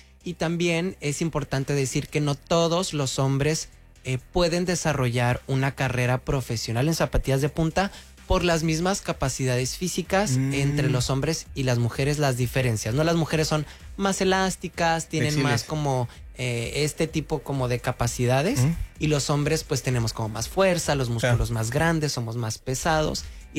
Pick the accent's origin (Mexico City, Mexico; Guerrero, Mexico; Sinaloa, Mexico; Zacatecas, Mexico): Sinaloa, Mexico; Culiacán; moved away; also born or lived in Monterrey; Yo soy de Culiacán, ahí en Culiacán.